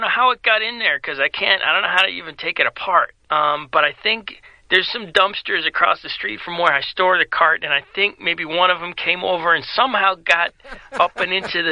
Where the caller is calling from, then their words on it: Sweden; No, it's really … And I'm calling from Sweden.